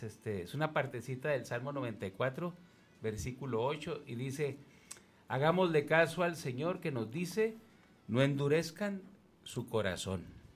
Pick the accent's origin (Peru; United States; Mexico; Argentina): Mexico; Monterrey, Nuevo León; somos como regiomontanos